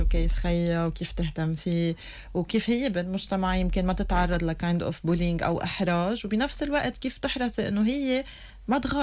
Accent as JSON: {"language": "Arabic", "country": "Lebanon", "said": "بدي افتح مزدوجين انه هنتنا كلبنانيين كيف بعدنا صامدين بهالبلد."}